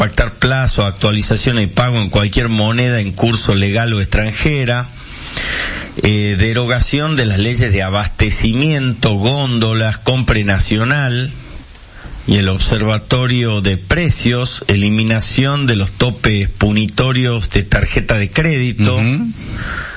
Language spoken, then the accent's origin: Spanish; Northwest Argentina, Argentina; Entonces todos los collas que veníamos del interior no teníamos.